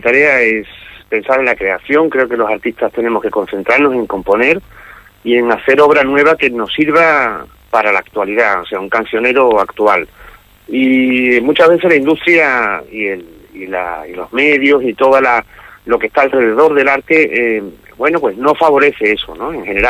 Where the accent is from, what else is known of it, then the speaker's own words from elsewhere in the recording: Huelva, Andalusia, Spain; toda la gente de Huelva que tanto quiero, que es mi tierra